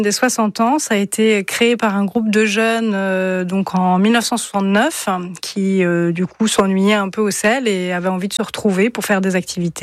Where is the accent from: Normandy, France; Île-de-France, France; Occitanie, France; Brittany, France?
Brittany, France; moved away as an adult; now in Chanteloup, France; j'ai grandi en Bretagne, mais pas forcément dans une famille très bretonnante. On a pas mal voyagé avec mon mari et quand on est revenu avec les enfants vivre en Bretagne en 2017